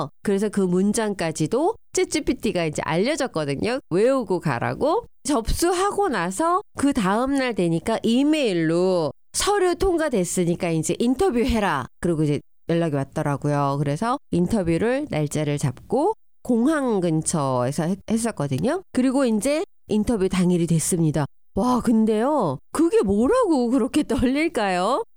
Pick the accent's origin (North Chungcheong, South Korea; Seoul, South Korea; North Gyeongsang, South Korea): Seoul, South Korea; born there; 한국에서 태어났으니까 스테이트는 서울이라고 써야 되는데 제가 캘리포니아라고 써버린 거예요.